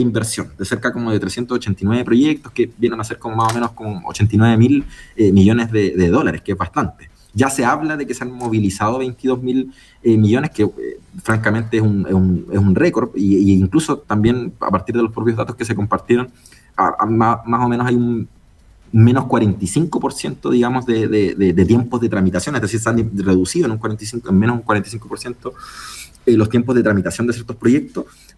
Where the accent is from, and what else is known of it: Chile